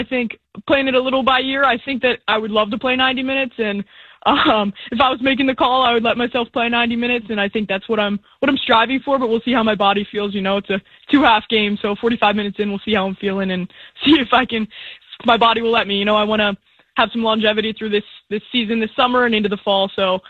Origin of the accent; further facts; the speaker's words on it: Pittsburgh, Pennsylvania, United States; I grew up in Pittsburgh